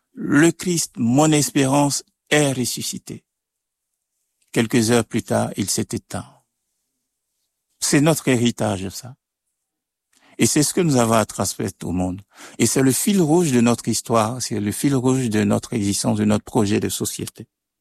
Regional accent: Côte d’Ivoire; also born or lived in Switzerland; Alors moi, je suis originaire de la Côte d'Ivoire. J'ai exercé comme prêtre en Afrique.

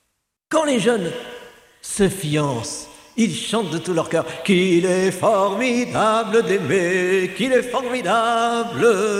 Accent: Cambrai, Hauts-de-France, France; Je viens de Cambrai

